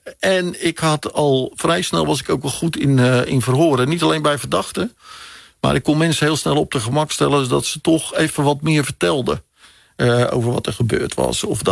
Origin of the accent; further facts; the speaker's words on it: Vlaardingen, South Holland, Netherlands; ben geboren en getogen in Vlaardingen